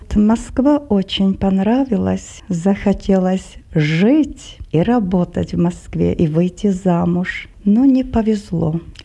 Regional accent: Svidník, Prešov Region, Slovakia; Russian is a second language; moved away as an adult; после учебы в гимназии у меня в родном городе в Свиднике я поступила в университет

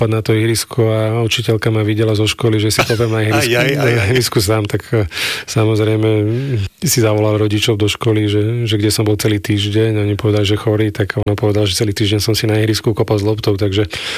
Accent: Bratislava, Bratislava Region, Slovakia; Petržalke.

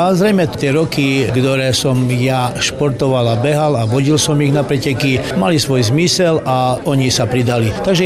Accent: Košice, Košice Region, Slovakia; a ja som hrdý Košičan a hrdý na to, že v našom meste je takéto podujatie.

